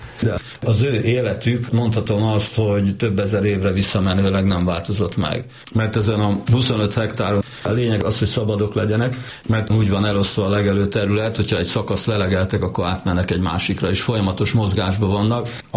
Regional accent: Hungary; born there; valahogy az én egész életemnek az a szerencséje, hogy ezzel a lelki beállítottsággal én ide születtem Magyarországra

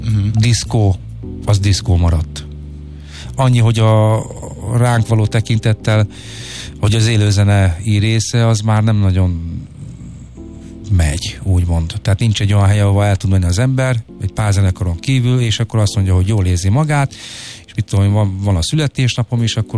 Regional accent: Budapest, Hungary; a 8. kerület, én a 8-ban nőttem fel, a 8. kerületi fiatalok ismertük egymást.

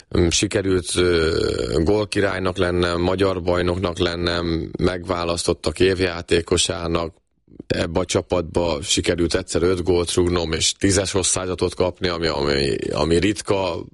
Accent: Kaposvár, Somogy, Hungary; Kaposváron születtem, és még 12 évesen az volt az álmom, hogy egyszer a Rákócziba játszhassak

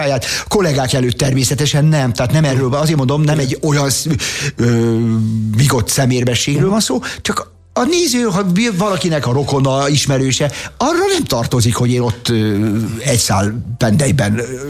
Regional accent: Budapest, Hungary; Én anyukám mellett nőttem föl, én egy elkényeztetett, hülye, kelenföldi baba voltam, olyan burokban éltem

